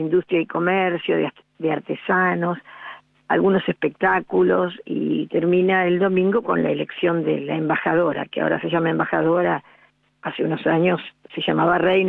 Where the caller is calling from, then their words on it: Rauch, Buenos Aires Province, Argentina; De Rauch. Provincia de Buenos Aires.